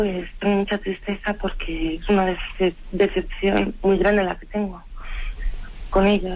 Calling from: Madrid, Community of Madrid, Spain; de Madrid.

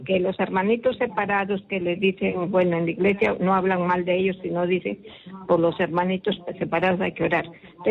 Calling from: Piura, Peru; De Piura.

